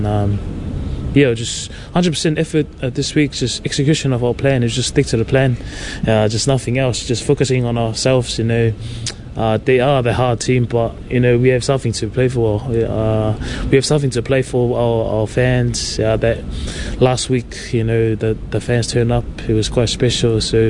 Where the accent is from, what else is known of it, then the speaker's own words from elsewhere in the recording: Ireland; It's the dream from me growing up in Ireland, playing club footy